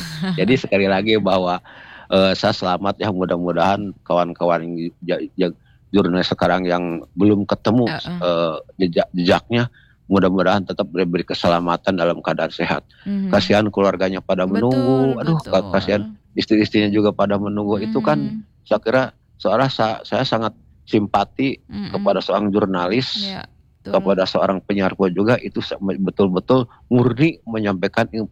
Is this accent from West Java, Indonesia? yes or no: yes; Bogor, West Java, Indonesia; born there; menikah dengan nenek saya, maka lahirlah saya di Bogor itulah seperti itu.